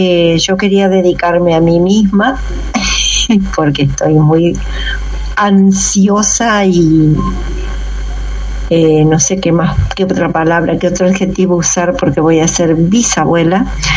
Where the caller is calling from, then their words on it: Charata, Chaco, Argentina; de Charata.